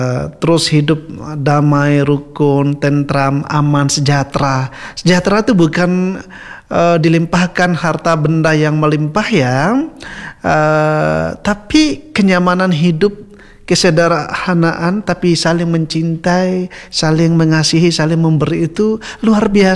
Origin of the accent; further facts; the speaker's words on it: Maluku, Indonesia; Kita orang Maluku pelagandong